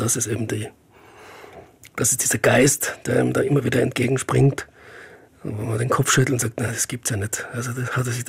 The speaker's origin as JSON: {"language": "German", "town": "Innsbruck", "region": "Tyrol", "country": "Austria", "said": "Ja, jetzt als Innsbrucker gesprochen, ist es einfach super, dieses Dokument zu haben aus dem Gefängnis."}